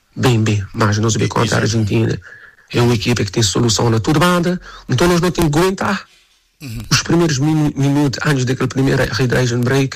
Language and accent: Portuguese; Cape Verde